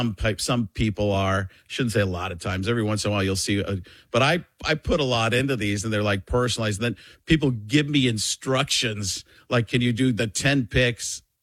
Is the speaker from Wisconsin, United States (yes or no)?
yes; Waukesha, Wisconsin, United States; He's from Burlington, just a couple of, cities over from me where I grew up in Waukesha.